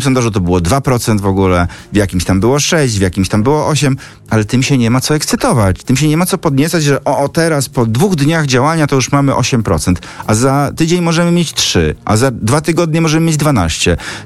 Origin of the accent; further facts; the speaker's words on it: Opole, Opole Voivodeship, Poland; born there; Zresztą ja się urodziłem w Opolu i kilka lat tam mieszkałem